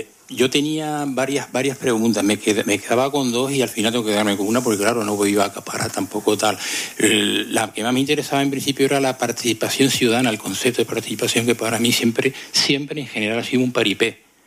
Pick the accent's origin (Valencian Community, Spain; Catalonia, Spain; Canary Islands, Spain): Canary Islands, Spain; Granadilla de Abona; Yo soy de un municipio ya es como a partir de 50.000 habitantes ya es, se considera grande, ¿no?